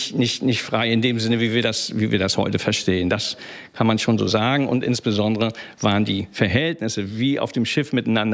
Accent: Rostock, Mecklenburg-Vorpommern, Germany; ich bin ein Rostocker Jung, hier aufgewachsen

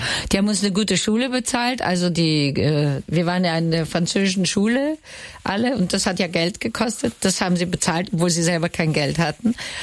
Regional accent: Vienna, Austria; now in Hamburg, Germany; wir sind beide Österreicherin

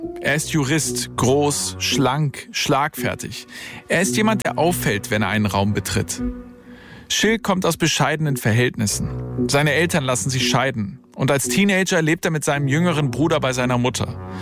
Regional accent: Hamburg, Germany; Und in Altona, da wo ich aufgewachsen bin, da durfte ich damals erst auf den Spielplätzen im Sand spielen

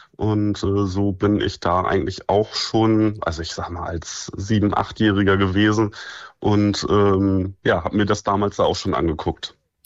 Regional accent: Rotenburg, Lower Saxony, Germany; Also ich komme aus Rothenburg. Brokel ist da, weiß ich nicht, 10 Kilometer oder 12 Kilometer sind das, also dicht dabei.

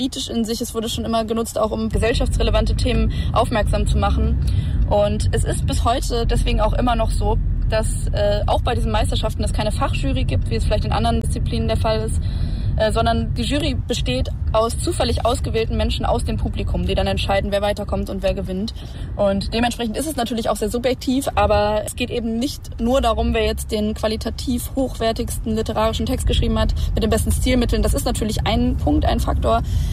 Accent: Hanover, Lower Saxony, Germany; als gebürtige Hannoveranerin und macht mich auch so ein bisschen emotional, weil das natürlich ja auch die Stadt ist, in der ich geboren und aufgewachsen bin

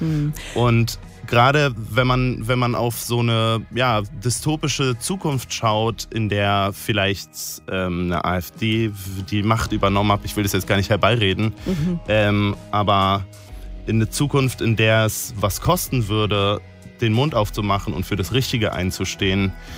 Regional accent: Berlin, Germany; weil wir kommen aus Berlin. In Kreuzberg war das nicht so ein Thema.

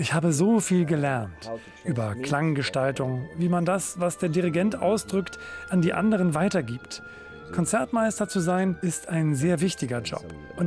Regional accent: Chambéry, Auvergne-Rhône-Alpes, France; Ich habe mit 19 mein erstes Festival geplant in meiner Heimatstadt Chambéry.

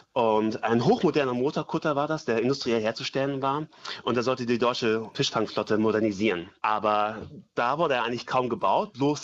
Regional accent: Eckernförde, Schleswig-Holstein, Germany; der letzte KFK meiner Heimatstadt, Eckernförde, wo es in den letzten 80 Jahren 18 KFKs gegeben hat, gerade verschwindet.

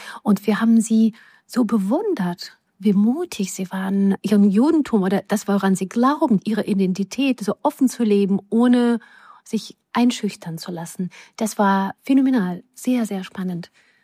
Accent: Ukraine; German is a second language; moved away as an adult; now in Hanover, Germany; Durch Sowjeterziehung, dadurch, dass man Jüdin in der Ukraine und dann später eine Ukrainerin in Deutschland mit zwei Kindern, die sich als Deutsche betrachten.

